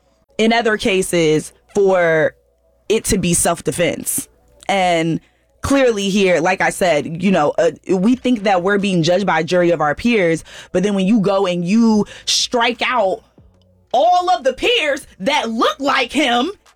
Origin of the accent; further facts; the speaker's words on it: United States; as a millennial growing up in America